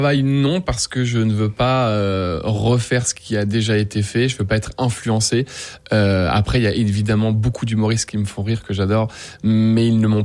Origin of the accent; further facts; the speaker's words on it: Paris, Île-de-France, France; Quand on vient de Paris, ça fait bizarre.